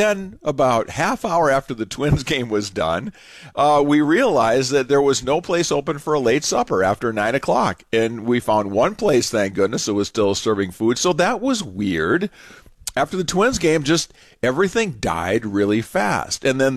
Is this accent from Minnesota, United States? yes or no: yes; Minnesota, United States; also born or lived in Illinois; I actually was born and grew up, born in Illinois, grew up in a little bit north of the Twin Cities area in farm country. But I spent my college years and my first working years down here.